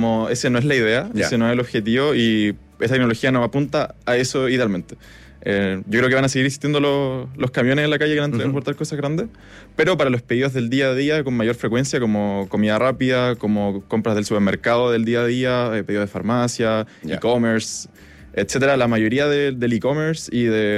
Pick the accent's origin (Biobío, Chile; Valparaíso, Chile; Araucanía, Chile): Biobío, Chile; Concepción; now in Santiago, Chile; Yo soy de Concepción originalmente